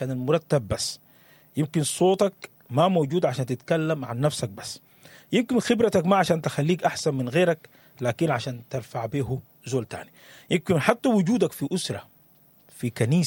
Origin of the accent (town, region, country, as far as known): Sudan